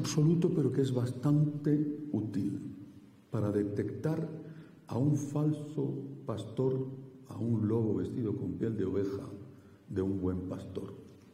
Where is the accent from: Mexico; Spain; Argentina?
Spain; Castile; Y en los pueblos, sobre todo de mi tierra, de Castilla, todavía hoy se ven encima de la puerta una frase